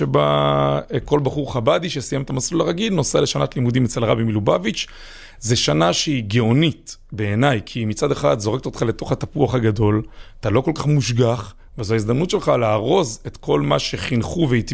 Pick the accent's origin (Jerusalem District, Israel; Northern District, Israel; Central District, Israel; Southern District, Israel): Central District, Israel; Kfar Chabad; אז אני גדלתי בכפר חב"ד, לאבא ואמא מקסימים